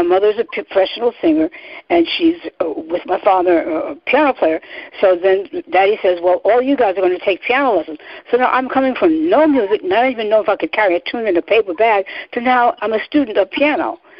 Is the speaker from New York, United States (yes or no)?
yes; New York, United States; as a New Yorker, brought up in the streets